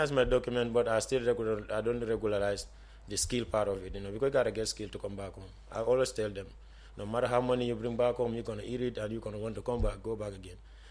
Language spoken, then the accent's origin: English; Gambia; moved away as an adult; also born or lived in United States / Chicago; now in Germany; I came from America, I'm a Gambian.